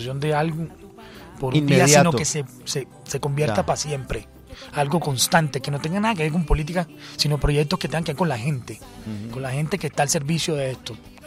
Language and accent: Spanish; Cartagena, Bolívar, Colombia; Yo soy cartagenero, lo que pasa es que cuando sí, el Junior... Cuando yo estaba pequeñito